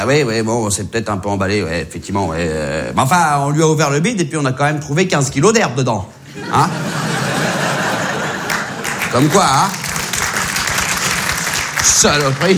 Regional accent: Réunion

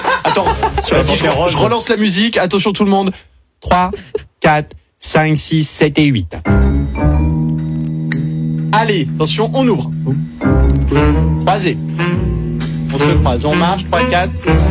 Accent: Nouvelle-Aquitaine, France; tu viens chez moi en Charente-Maritime

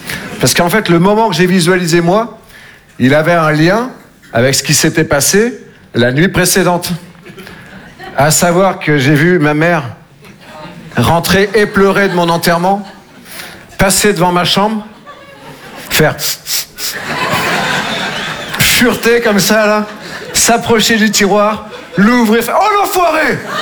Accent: Nouvelle-Aquitaine, France

